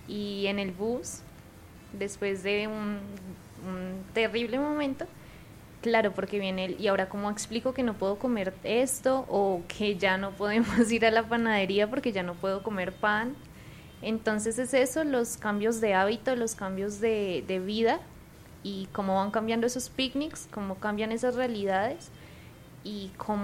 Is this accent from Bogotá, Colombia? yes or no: yes; Bogotá, Colombia